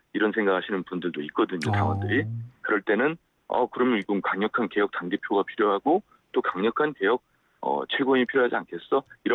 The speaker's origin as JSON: {"language": "Korean", "region": "North Jeolla", "country": "South Korea", "tie": "born or raised there", "moved": "yes", "said": "제 고향이 전북이니까요."}